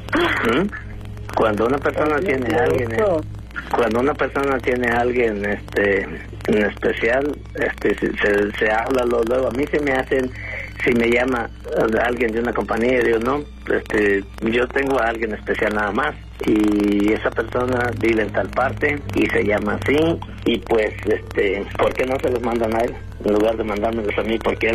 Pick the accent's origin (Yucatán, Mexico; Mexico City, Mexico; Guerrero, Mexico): Guerrero, Mexico; Ciudad Altamirano; No, yo soy de Guerrero.